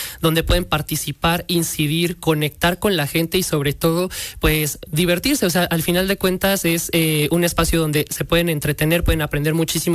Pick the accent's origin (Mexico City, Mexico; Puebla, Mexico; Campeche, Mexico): Puebla, Mexico